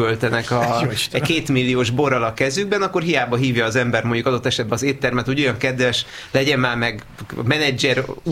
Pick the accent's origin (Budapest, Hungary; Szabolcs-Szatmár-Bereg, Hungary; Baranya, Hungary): Budapest, Hungary; sétálok a utcákon, ahol felnőttem, szülőkerületemben